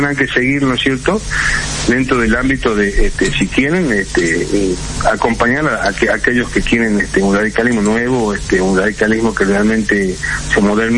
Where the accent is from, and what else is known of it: Rosario de la Frontera, Salta, Argentina